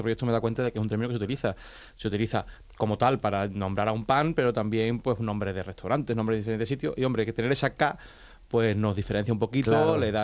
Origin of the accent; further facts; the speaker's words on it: Villafranca de los Barros, Extremadura, Spain; also born or lived in Sant Cugat del Vallès; now in Mérida, Spain; Yo soy de Villafranca de los Barros, que es donde me he criado. Actualmente vivo aquí en Mérida.